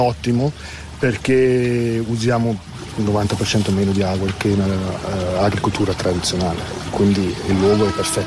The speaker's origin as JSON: {"language": "Italian", "region": "Baltic coast", "country": "Germany", "second_language": "Italian", "moved": "as an adult", "lives_now": "Cape Verde", "said": "Sono dalla Germania, dal mare Baltico, sul Susso, sono nato nel 1988 e sono a Capo Verde dal 2019, fisso."}